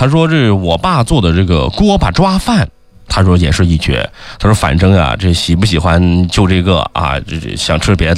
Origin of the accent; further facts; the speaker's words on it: Xinjiang, China; 像咱们新疆人这吃着拍黄瓜啊